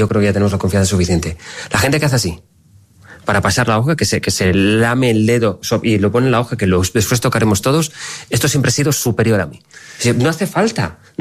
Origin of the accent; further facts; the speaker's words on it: Valencia, Valencian Community, Spain; Que soy de Valencia.